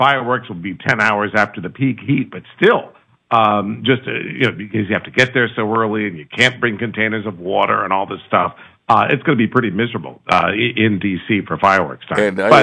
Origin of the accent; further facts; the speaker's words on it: Rhode Island, United States; It's actually right across the bay from my hometown. Since 1785, they've been having a 4th of July parade in Bristol, Rhode Island.